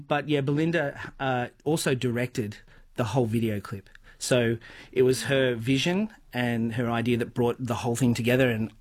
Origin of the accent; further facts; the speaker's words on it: Gunnedah, New South Wales, Australia; Traveling around, when I grew up in Gunnedah, I used to go around with my dad.